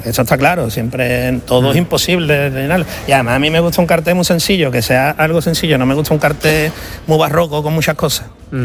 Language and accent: Spanish; Cádiz, Andalusia, Spain; yo además soy de Cádiz, muy carnavalero